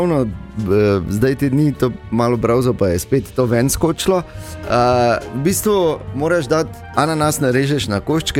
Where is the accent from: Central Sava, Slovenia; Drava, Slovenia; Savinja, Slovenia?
Drava, Slovenia; Dogoše; born there; Pa zanimivo tudi skozi Dogoše, skozi moj rojstni kraj.